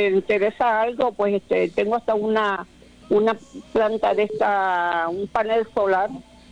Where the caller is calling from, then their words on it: Guánica, Puerto Rico; Estoy llamando de Guánica.